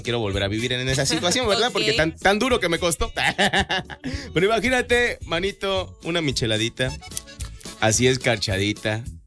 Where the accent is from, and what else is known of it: Mexico